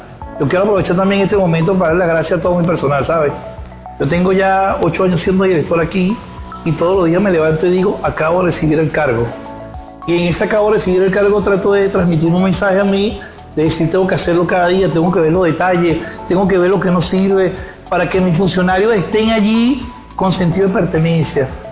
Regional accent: Venezuela; uno como venezolano, como funcionario

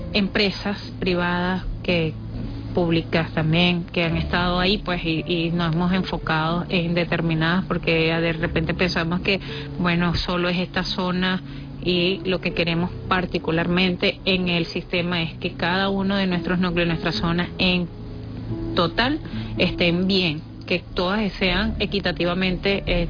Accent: Venezuela; todos nos hemos comportado como de verdad esta gran hermandad que somos los venezolanos

